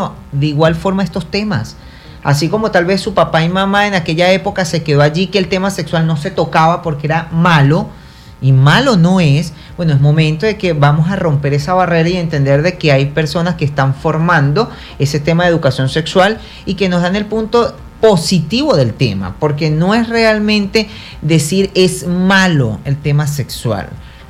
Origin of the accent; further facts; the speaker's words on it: Venezuela; de que no te quedes solo en Venezuela porque es mi país